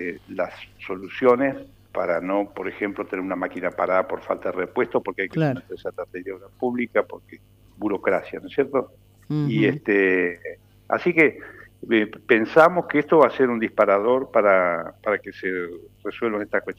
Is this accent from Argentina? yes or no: yes; Larroque, Entre Ríos, Argentina; born there; en mi caso nací en La Roque cuando hace añares, claro, y hoy en La Roque casi no hay larroquense, digamos.